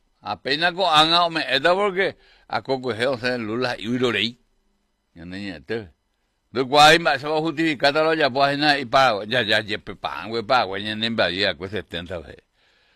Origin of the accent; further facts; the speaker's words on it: Paraguay; Y hoy podemos decir, somos paraguayos.